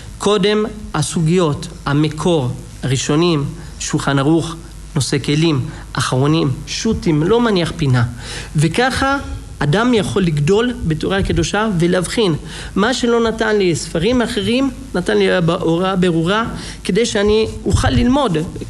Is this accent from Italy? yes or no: yes; Italy; now in Israel; אני גדלתי באיטליה